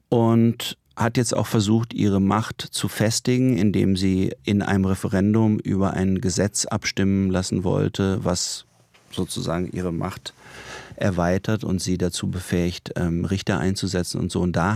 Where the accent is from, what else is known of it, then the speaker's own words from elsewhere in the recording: Germany; wir Deutschen